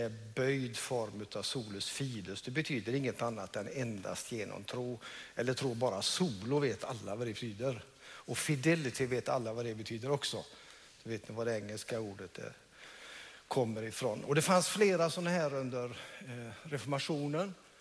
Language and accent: Swedish; Hönö, Västra Götaland County, Sweden; Jag är uppväxt i Hönö kyrka borta under Gösta Gustafsson och Gösta Karlman.